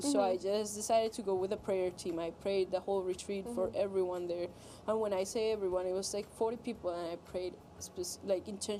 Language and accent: English; Colombia; moved away as an adult; I am from Colombia. I was born and raised there. I left my country when I was 22, so that's a pretty long time. I am as Colombian as a person can be.